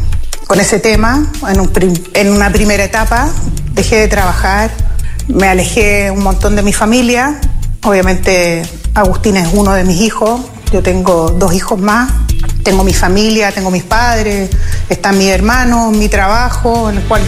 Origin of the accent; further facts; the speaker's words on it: Chile; moved away as an adult; now in Argentina; yo soy chilena, resido acá en Argentina hace 2 años.